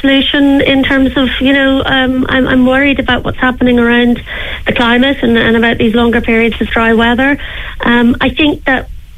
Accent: Glencree, County Wicklow, Ireland; growing up in Glencree

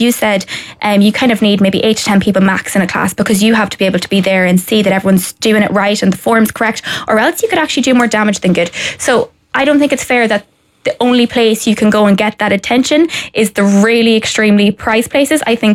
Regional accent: County Donegal, Ireland; now in Dublin, Ireland; I'm from Donegal.

